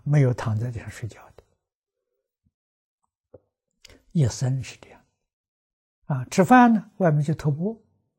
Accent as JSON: {"language": "Chinese", "country": "China", "said": "我们中国人"}